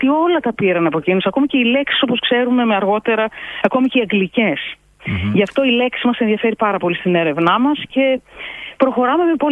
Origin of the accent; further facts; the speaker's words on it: Greece; μόνο την ακούμε σαν Έλληνες.